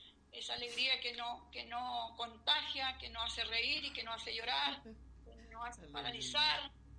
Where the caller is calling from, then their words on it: Santiago, Santiago Metropolitan Region, Chile; de mi tierra, desde Santiago de Chile, de su hermana en Cristo … una hermana que sirve al Señor, que ama a Dios.